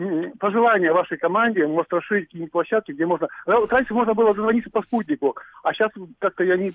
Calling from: Trans-Urals, Russia; я из Зауралья.

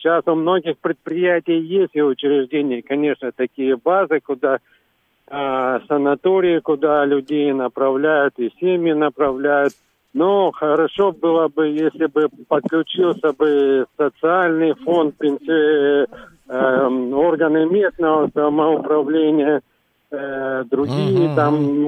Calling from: Krasnodar, Krasnodar Krai, Russia; из Краснодара.

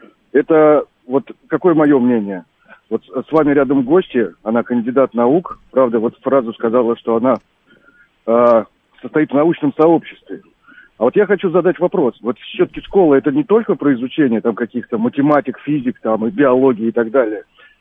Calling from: Moscow, Russia; я из Москвы.

